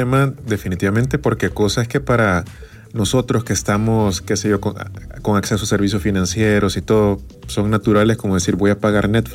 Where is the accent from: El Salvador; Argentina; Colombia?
El Salvador; incluso como salvadoreños